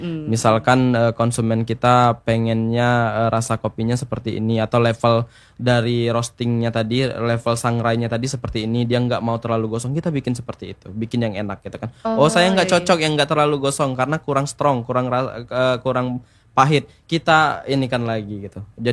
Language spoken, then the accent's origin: Indonesian; Bengkulu, Indonesia; sedangkan saya orang Bengkulu pemain kopi